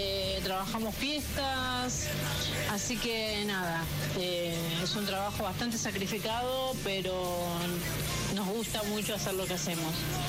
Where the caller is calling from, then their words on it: Claypole, Buenos Aires Province, Argentina; Buen día, Marce. … de Claypole.